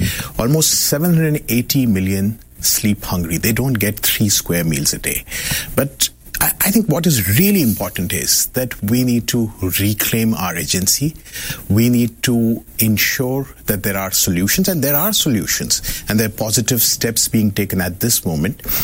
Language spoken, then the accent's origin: English; India; whether I come from India, so I've seen movements in Sri